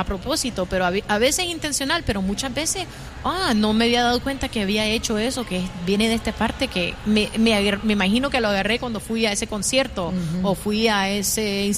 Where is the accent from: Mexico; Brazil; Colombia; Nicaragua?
Nicaragua; now in Washington, D.C., United States; para mí, siendo de Nicaragua, que es una cultura muy chiquita, muy pequeña